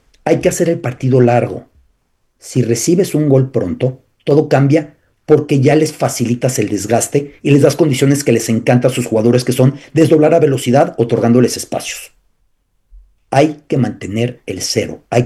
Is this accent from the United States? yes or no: no; Mexico City, Mexico; con todo y que soy de la Ciudad de México